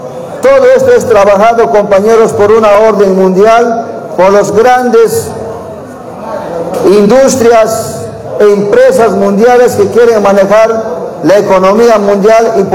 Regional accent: Bolivia

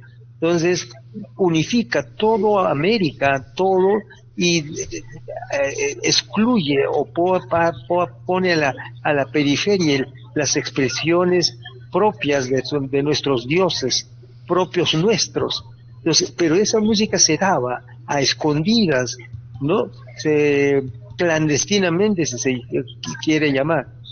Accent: Llata, Huánuco, Peru; Yo soy de Llata, y las mulizas que yo escuchaba en mi niñez hablaban de las situaciones propias del lugar.

